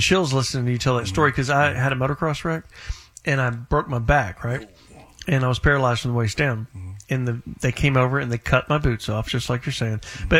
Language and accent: English; Crowley, Texas, United States; I grew up in Crowley. I went to high school there